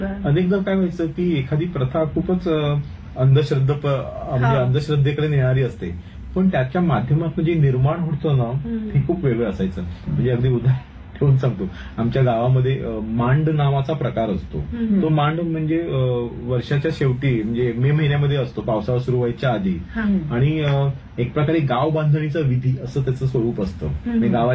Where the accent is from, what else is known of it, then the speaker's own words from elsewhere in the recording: Mumbai, Maharashtra, India; तर मी थोडासा मी वाढलोय जरी मुंबईला तरी मी म्हटलं ना की आईने माझ्यामध्ये ती ग्रामसंस्कृती रुजवलेली होती.